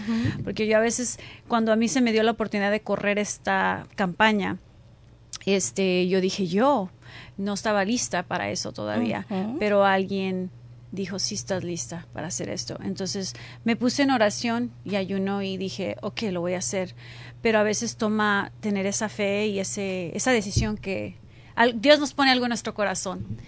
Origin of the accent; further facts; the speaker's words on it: California, United States; yo nací en California, ahí crecí. Mi mamá llegó a este país cuando tenía como 15 años de Guadalajara. Mi abuelito era un farmer, era una persona que trabajaba en los files de Oxnard, California.